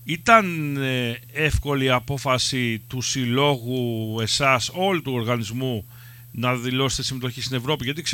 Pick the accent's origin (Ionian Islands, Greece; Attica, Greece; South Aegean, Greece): South Aegean, Greece; Ermoupoli; ως νησιώτης και εγώ και Κυκλαδίτης Συριανός